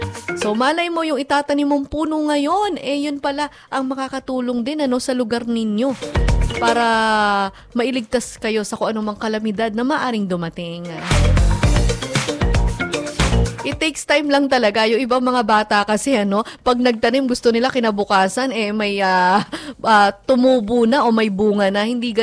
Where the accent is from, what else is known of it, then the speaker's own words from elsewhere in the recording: Antipolo, Calabarzon, Philippines; Ako kasi taga Antipolo ko, sa Rizal Province kami.